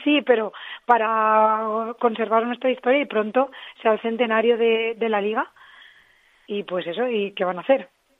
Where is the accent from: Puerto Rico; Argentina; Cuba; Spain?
Spain; Valencian Community; cuando fuimos allí, como éramos valencianos, se le regaló después al equipo